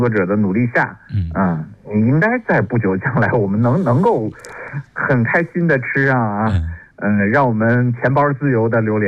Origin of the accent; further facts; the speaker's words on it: China; 这就会越来越适合我们中国人的咖啡杯了。